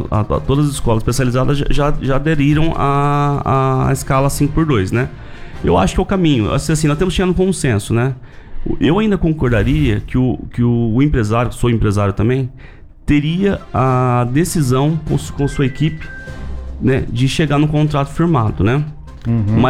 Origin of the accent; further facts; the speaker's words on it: Rolândia, Paraná, Brazil; a minha cidade natal, Rolândia